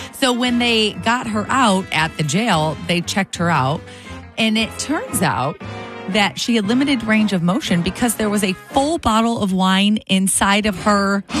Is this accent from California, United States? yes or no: no; Michigan, United States; my home state of Michigan.